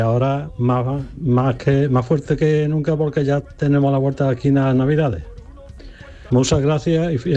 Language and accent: Spanish; El Puerto de Santa María, Andalusia, Spain; Hola, buenas tardes. … del Puerto Santa María.